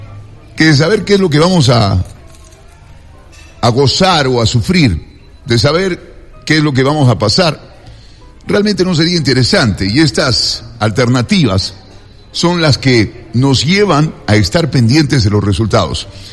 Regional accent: Ecuador

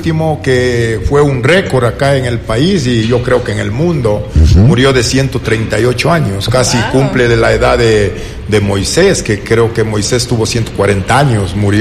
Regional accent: Vacas Galindo parish, Imbabura, Ecuador; moved away; Y yo nací en la parroquia de Vacas Galindo.

